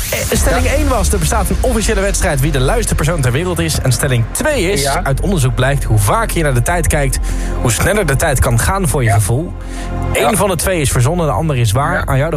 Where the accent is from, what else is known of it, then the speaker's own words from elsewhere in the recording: Emmen, Drenthe, Netherlands; moved away; Ik bedoel, ik kom oorspronkelijk uit Emmen.